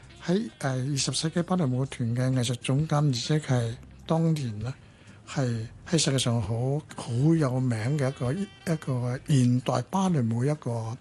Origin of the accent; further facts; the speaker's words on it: Hong Kong; 我香港长大又识啲，即系广东话